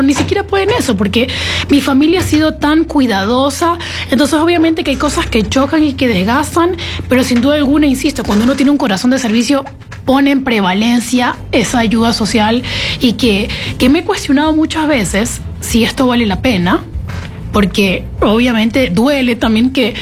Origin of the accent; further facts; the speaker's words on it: Guayaquil, Guayas, Ecuador; moved away; also born or lived in Quevedo, Los Ríos / Quito; yo creo que yo soy un mix, soy entre mamá manaba, papá mateño, nacida en Quevedo de los Ríos, crecí en Guayaquil.